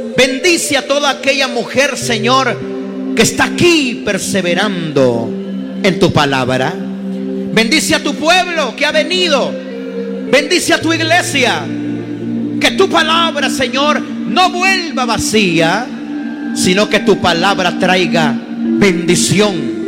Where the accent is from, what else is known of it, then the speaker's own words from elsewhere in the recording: Nicaragua; now in Guatemala; yo soy nicaragüense. Yo no hablo mam, yo hablo quiché. No lo hablo todo, por supuesto, todo el idioma, pero hablo quiché. Me gusta el idioma.